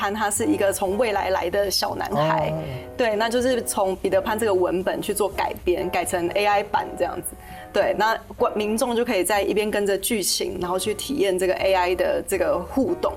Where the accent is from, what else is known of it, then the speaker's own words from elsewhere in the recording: Taiwan; 后来呢，回来台湾之后就换我们台湾这边开始流行